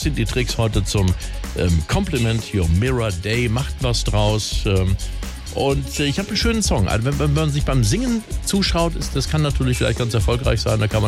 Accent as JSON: {"language": "German", "country": "Spain", "said": "So, ich bin ja Spanier."}